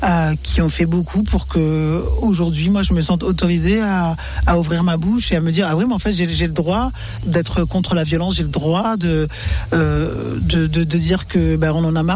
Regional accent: Cameroon; born there; je suis née au Cameroun et qu'on a été colonisé et par les Français et par les Britanniques, donc on a ces deux langues là dans notre bagage culturel imposé.

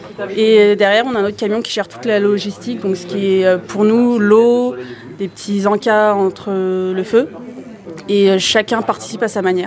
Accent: Bourgogne-Franche-Comté, France; Donc, voilà, ça, assez... je suis aussi de Bourgogne.

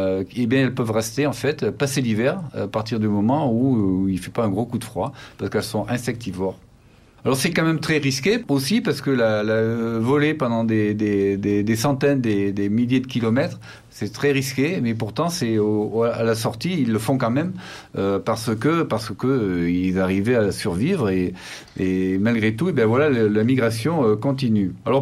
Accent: France; moved away; Je viens des Pyrénées

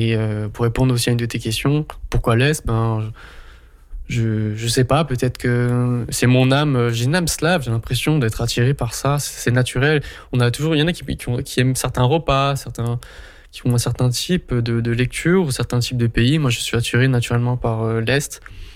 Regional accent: Mulhouse, Grand Est, France; chez moi à Mulhouse

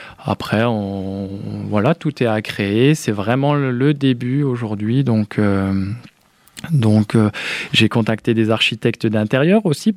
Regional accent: Chaumont, Grand Est, France; moved away as an adult; also born or lived in Dijon; now in Die, France; Moi, je suis à côté de Colombey-les-Deux-Églises, en Haute-Marne. Du coup, je suis né à Chaumont, j'ai fait mes études au lycée Charles de Gaulle, STI Bois, BTS Bois

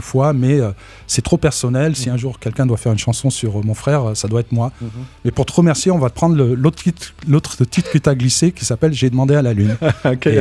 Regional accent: Montbrison, Auvergne-Rhône-Alpes, France; Il faut savoir qu'on est aussi originaire de la Loire et de Montbrison particulièrement. Tout ce qui est stéphanois, on adore.

